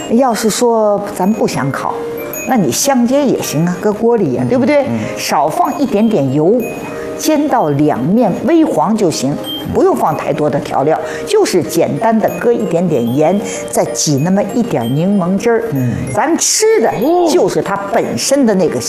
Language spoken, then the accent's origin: Chinese; China